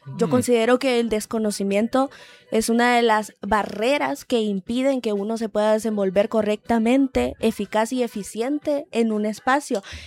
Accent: Honduras; sin olvidar la identidad que tenemos como hondureños

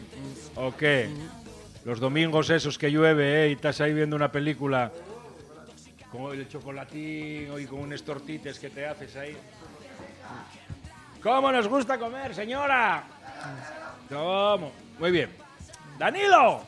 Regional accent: Asturias, Spain; De los dos, ¿no? Que somos asturianos, maldita sea. Que ganen los dos, ¿no?

